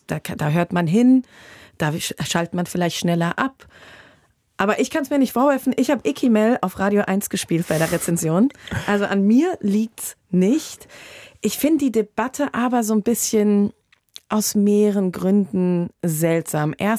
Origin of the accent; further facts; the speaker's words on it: Hesse, Germany; als Hessin meine ich auch Südhessisch.